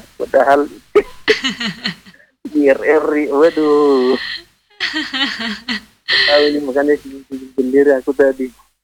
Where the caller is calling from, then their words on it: Tapanuli, North Sumatra, Indonesia; Dengan saya dari Tapanuli.